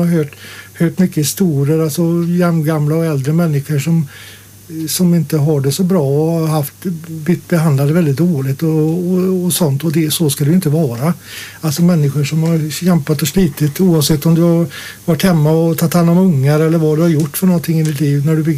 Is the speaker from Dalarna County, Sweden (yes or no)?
no; Dingle, Västra Götaland County, Sweden; Jag tycker väl som så här att jag är född i Dingle med metropolen. Vi hade väl kanske 900 personer eller 1000 invånare, och jag är uppväxt på en liten skola.